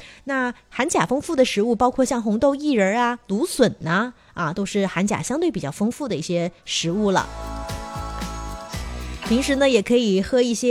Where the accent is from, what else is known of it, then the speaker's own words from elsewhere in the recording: Guangdong, China; 我们广东人说喜欢煲汤啊